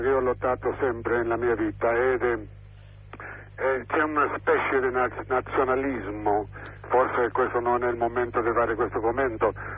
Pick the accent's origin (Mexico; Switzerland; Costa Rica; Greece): Mexico; born there; Italian is a second language; mia madre, sono nato in Messico, è bello dire, ma non è che io dico Messico è il miglior paese del mondo